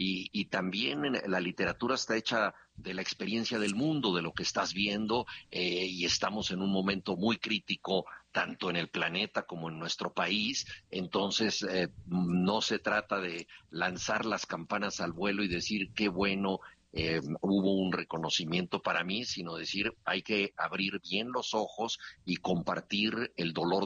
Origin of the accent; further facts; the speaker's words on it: Mexico City, Mexico; nuestra ciudad